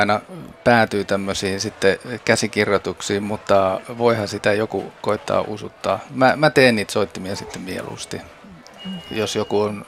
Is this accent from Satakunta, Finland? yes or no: no; Ostrobothnia, Finland; Ja mä oon Pohjanmaalta kotoisin